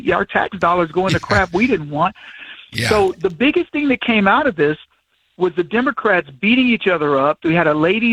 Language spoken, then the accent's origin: English; the South, United States; But it was me coming of age, growing up in the South.